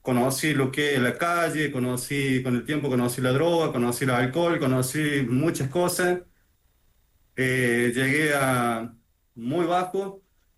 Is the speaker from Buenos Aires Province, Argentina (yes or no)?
no; San Luis, Argentina; born there; Yo soy nacido en San Luis Capital, que es pegado a Córdoba.